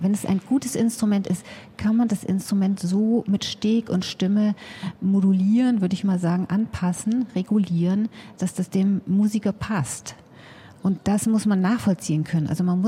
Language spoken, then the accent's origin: German; Hamburg, Germany; weil ich komme eigentlich aus Hamburg und habe da anfangs gearbeitet